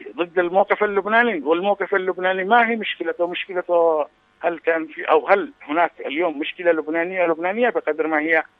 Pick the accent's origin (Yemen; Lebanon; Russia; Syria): Yemen; ودفاع عن كرامتنا كيمنيين